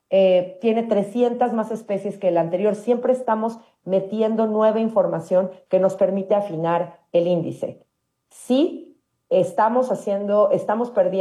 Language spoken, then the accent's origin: Spanish; Mexico; Somos pandas mexicanas y mexicanos trabajando con la playera bien puesta por nuestra naturaleza.